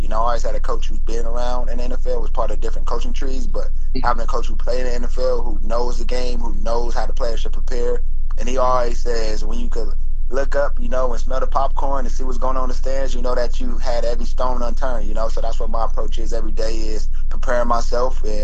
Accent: Indiana, United States; And for me, it's been surreal because I grew up in Indiana a little bit. My dad played for the Colts.

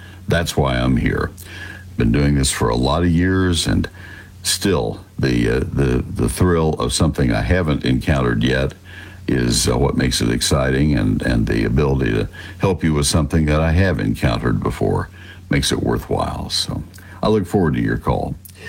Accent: Bryan, Texas, United States; We get a lot of calls from my hometown where I grew up, and that's Bryan College Station.

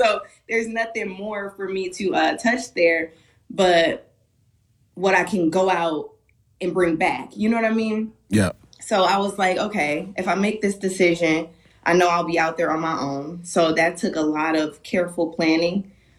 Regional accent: Milwaukee, Wisconsin, United States; I'm from Milwaukee's North Side. My parents weren't rich. You know, they were working class people. So we didn't travel a lot.

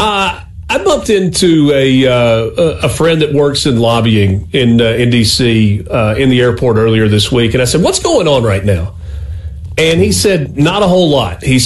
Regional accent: United States; I just got to be honest, as an American citizen and as a voter, that's disappointing to hear it

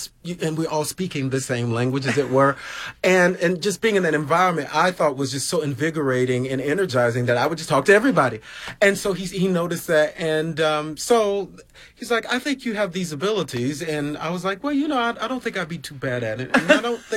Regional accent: Georgia, United States

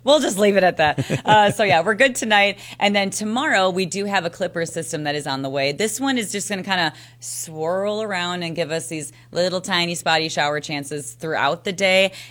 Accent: Franklin, Wisconsin, United States; my hometown in Franklin, wouldn't be mad to go there every once in a while, say hi to mom and dad

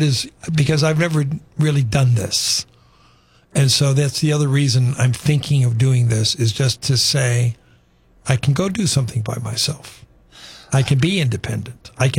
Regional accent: Scotland, United Kingdom; and I'm Scottish, I got to go to Inverness for the day.

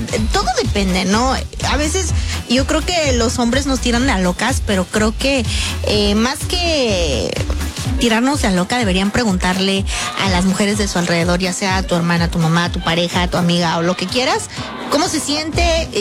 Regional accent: Capulálpam de Méndez, Oaxaca, Mexico; moved away; En el pueblo también pasaba y te he contado que teníamos, que tenemos una tiendita así de chiquita allá en Capulalpan.

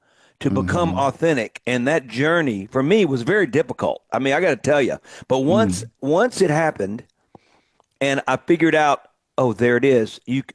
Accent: Mississippi, United States; And I think that growing up in Mississippi, you mentioned choir, you mentioned church, you mentioned, you know, clubs, you mentioned frat houses.

